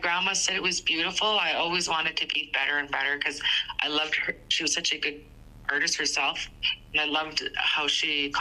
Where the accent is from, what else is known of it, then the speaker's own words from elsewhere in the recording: Lutselk'e, Northwest Territories, Canada; moved away; I grew up communally in Lutsoke, and every house that you went to always had beading or sewing on the table. Lutsoke is a very isolated community